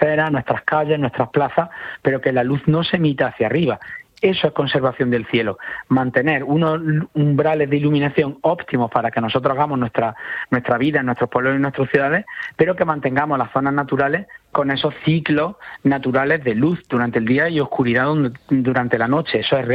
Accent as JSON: {"language": "Spanish", "town": "Jaén", "region": "Andalusia", "country": "Spain", "said": "yo en concreto que soy de Jaén, pues también siempre me siento muy identificado con eso, ¿no?"}